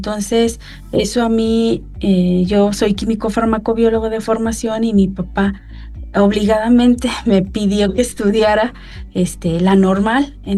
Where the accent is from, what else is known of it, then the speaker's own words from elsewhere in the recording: Matehuala, San Luis Potosí, Mexico; soy originaria de Matehuala, San Luis Potosí.